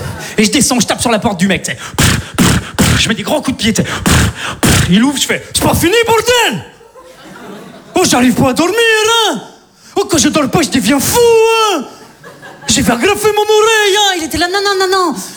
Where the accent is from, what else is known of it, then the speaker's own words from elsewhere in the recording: Saint-Étienne, Auvergne-Rhône-Alpes, France; Tu vois, moi, je viens de Saint-Étienne. Tu vois. Globalement, chez nous, t'as faim, tu prends une arbalète, tu vas chasser, ça s'arrête là, quoi.